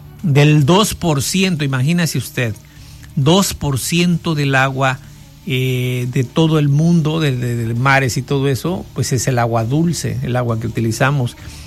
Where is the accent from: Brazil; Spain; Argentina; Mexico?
Mexico; Vallecitos de Zaragoza, Guerrero; Empieza ahí precisamente en Vallecitos. Y bueno, pues de allá viene el agua, señores, de allá de mi pueblo.